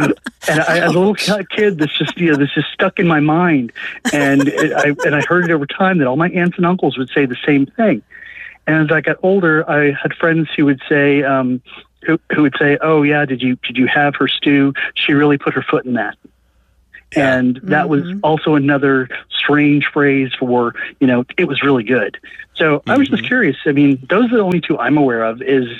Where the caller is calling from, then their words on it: Jacksonville, Florida, United States; I'm calling you from Jacksonville, Florida, where I listen on WJXT.